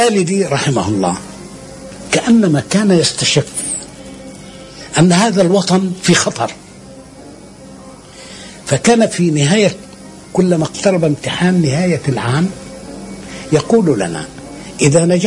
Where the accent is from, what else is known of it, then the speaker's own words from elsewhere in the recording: Gaza, Gaza Strip, Palestine; كنت طفلا صغيرا، وكان ذلك في 27 من رمضان عام 1936. كان هناك الإضراب الكبير، كنا مجموعة من الأطفال نلعب في ميدان بحارة الزيتون اسمه ميدان باب الدارون، حيث يقع بيتي